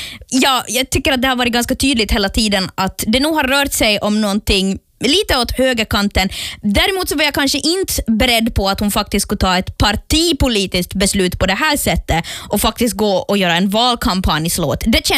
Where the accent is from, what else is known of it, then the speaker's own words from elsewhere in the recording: Finland; now in Sweden; Jag bor ju i Sverige, tyvärr. Och nej, jag tycker jättemycket om Sverige. Men jag är ju ändå en svensk-finländsk tjej at heart. Och kan ibland sakna mitt hemland.